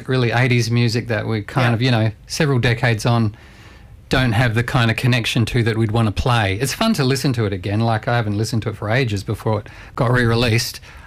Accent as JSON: {"language": "English", "town": "Perth", "region": "Western Australia", "country": "Australia", "tie": "born or raised there", "moved": "yes", "said": "We're from Perth, Western Australia. We all started a band when we were still teenagers"}